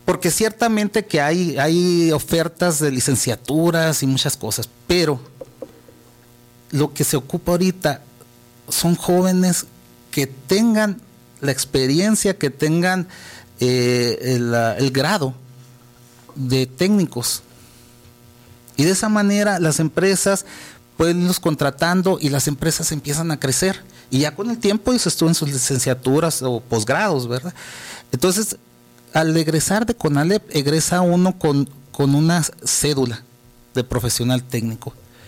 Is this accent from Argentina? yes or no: no; Agua Prieta, Sonora, Mexico; now in Cananea, Mexico; yo soy originario de Agua Prieta